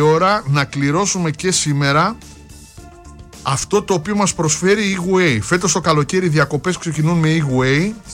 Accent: Greece; είμαι από Ελλάδα

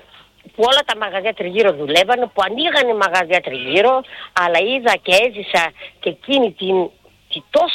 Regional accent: Cologne, North Rhine-Westphalia, Germany; now in Thessaloniki, Greece; Εγώ μεγάλωσα παιδί στη Γερμανία, στην Κολονία.

